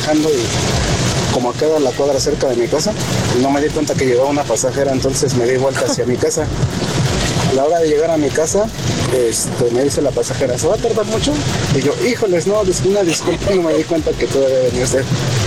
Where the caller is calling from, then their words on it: San Mateo Atenco, State of Mexico, Mexico; Soy del barrio de San Luquitas, San Mateo Atenco.